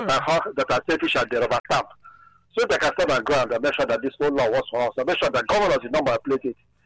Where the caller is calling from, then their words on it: Nigeria; I'm calling from Bunka, Yambo State.